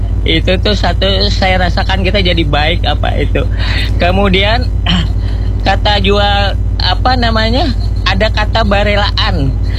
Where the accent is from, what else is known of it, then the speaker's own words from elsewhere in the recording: South Kalimantan, Indonesia; Secara kebiasaan saya sebagai orang Banjar memang dari kecil ibu ya